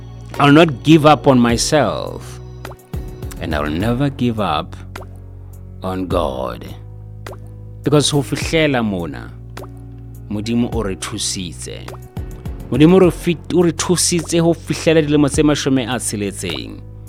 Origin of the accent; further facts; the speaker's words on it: Lesotho; My fellow countrymen and women